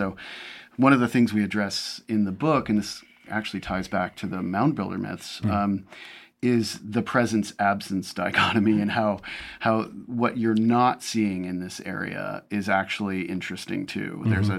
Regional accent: Minnesota, United States; moved away; I come from Minnesota

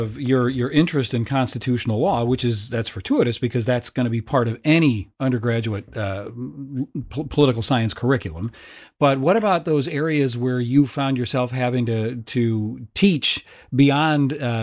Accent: Rock Island, Illinois, United States; I grew up on on Augustana's campus.

